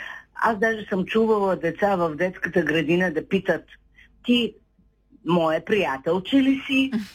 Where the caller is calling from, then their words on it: Shumen, Shumen Province, Bulgaria; Здравейте, госпожо Денева … от Шумен.